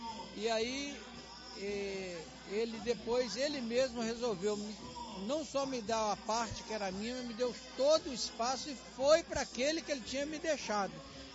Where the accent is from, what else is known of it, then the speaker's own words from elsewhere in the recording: Duque de Caxias, Rio de Janeiro, Brazil; Eu vim de Duque de Caxias.